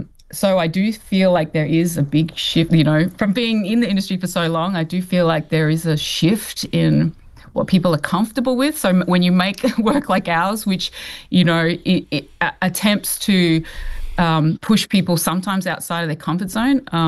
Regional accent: Ipswich, Queensland, Australia; Well, I think I grew up in Ipswich outside of Brisbane in Australia. So we came over in the late 70s, and so there weren't many other Samoan families around then.

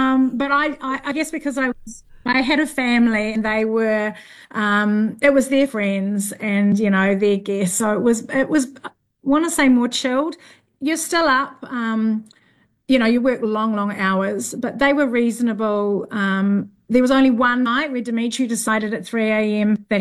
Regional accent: Northland, New Zealand; saving up to go overseas, as us Kiwis do. But I learnt a lot. From a foodie family background, growing up in the Bay of Islands, we grew everything.

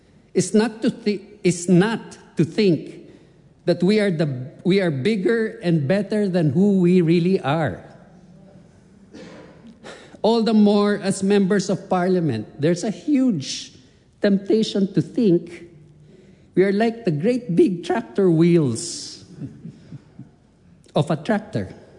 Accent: Philippines; now in New Zealand; I was invited to speak as the Filipino-New Zealander MP at the Filipino Diaspora Conference

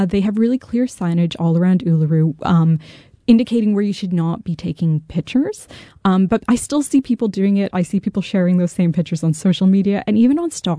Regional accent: Canada; because as a Canadian, you just do not wear shoes inside the house.

